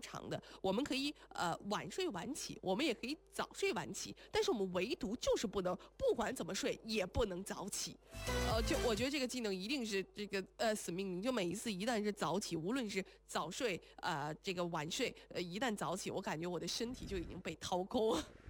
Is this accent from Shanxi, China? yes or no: yes; Shanxi, China; moved away; 就拿我作为山西人来说